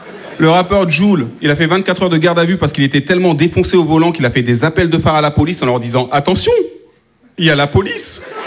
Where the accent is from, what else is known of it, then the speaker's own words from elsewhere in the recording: France; born there; si je parle bien français, c'est peut-être parce que je suis née en France